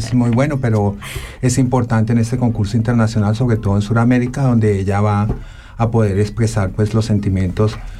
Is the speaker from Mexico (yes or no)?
no; Colombia; yo soy colombiana